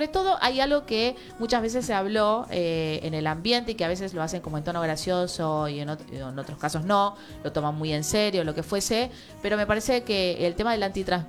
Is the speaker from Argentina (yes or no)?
yes; Argentina; y para nosotros como argentinos un orgullo también